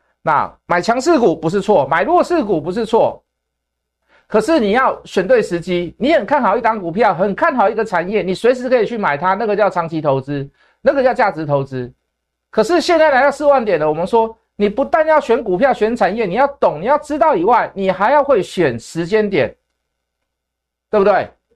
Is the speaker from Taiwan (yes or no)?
yes; Taiwan